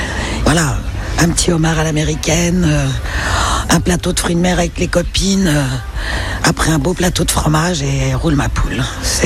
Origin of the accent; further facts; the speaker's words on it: Les Sables-d'Olonne, Pays de la Loire, France; moved away as an adult; je suis née à La Chaume, qui est de l'autre côté des Sables d'Olonne. Je suis une vraie chaumoise. Je suis partie 30 ans dans une grande ville pour le travail, élever nos enfants qui sont nés aussi aux Sables d'Olonne. Et voilà, j'avais dit à la retraite, je reviens, et c'est ce que j'ai fait